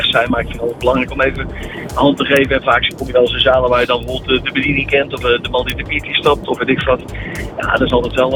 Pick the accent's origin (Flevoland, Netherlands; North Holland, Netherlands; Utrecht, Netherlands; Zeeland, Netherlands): Zeeland, Netherlands; En we wonen in de buurt van Goes en we komen uit Zeeland.